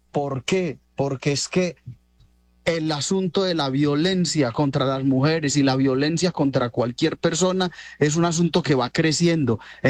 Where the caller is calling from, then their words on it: Buenos Aires, Argentina; de Buenos Aires